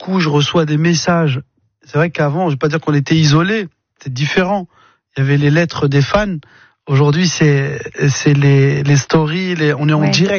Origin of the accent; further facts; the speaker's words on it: Mantes-la-Jolie, Île-de-France, France; je viens de Mantes-la-Jolie, d'un milieu ouvrier.